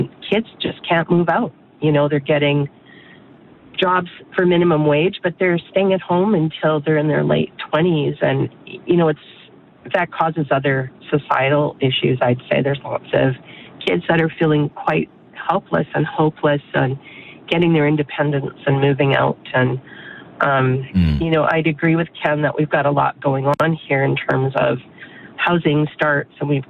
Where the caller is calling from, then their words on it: Calgary, Alberta, Canada; one of my community members here in Calgary.